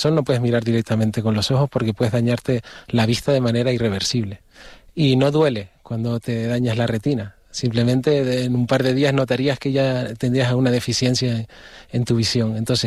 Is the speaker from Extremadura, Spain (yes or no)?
no; Canary Islands, Spain; soy de Canarias y alguien tenía que quedarse aquí en Canarias